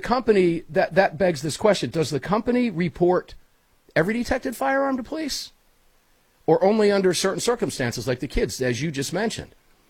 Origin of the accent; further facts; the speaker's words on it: Tampa, Florida, United States; they've moved into my hometown of Tampa, Florida.